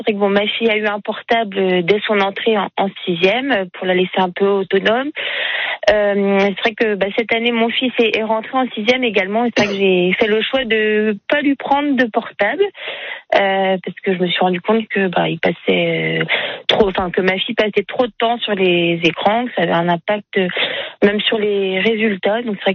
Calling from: Landerneau, Brittany, France; j'appelle de Landerneau, dans le Finistère, à côté de Brest.

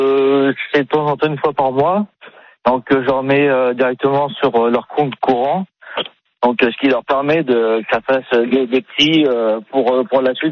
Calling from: Auvergne-Rhône-Alpes, France; Je suis auvergnat, moi.

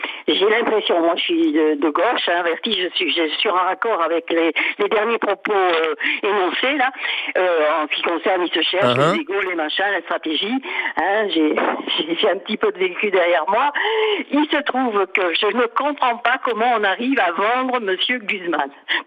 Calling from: Arcachon, Nouvelle-Aquitaine, France; je suis d'Arcachon en plus, donc, et je connais les Landes

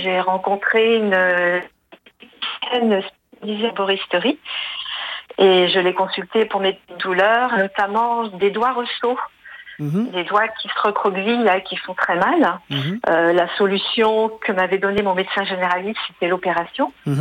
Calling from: Brittany, France; Je vous appelle à côté de Rennes.

